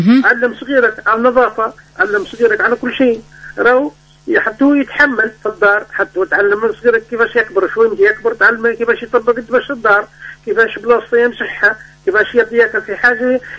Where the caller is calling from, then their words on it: Ben Gardane, Medenine, Tunisia; من بن قردان.